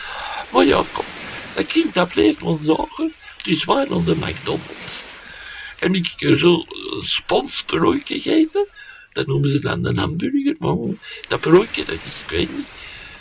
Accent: Belgium; Allee, als Belg moet je maar geen slechte fruten serveren.

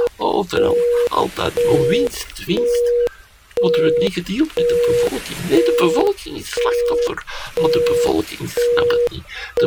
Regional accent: Belgium; als Belg moet je maar geen slechte frietjes serveren.

